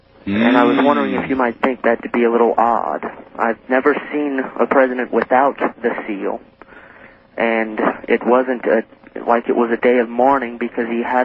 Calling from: Orange, United States; I'm calling from Orange, going into the little bit of reddish county here.

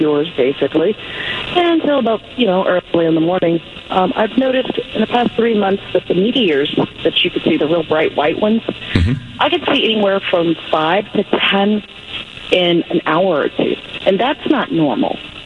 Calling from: Palma Mesa, Florida, United States; I've moved here to Palma Mesa, Florida

